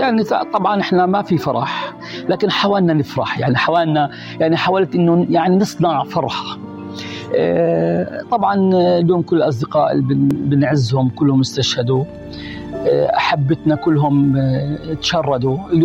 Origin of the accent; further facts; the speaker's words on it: Gaza Strip, Palestine; يعني إحنا كفلسطينيين اليوم في غزة إحنا مدمرين نفسيا، مدمرين اجتماعيا، مدمرين اقتصاديا.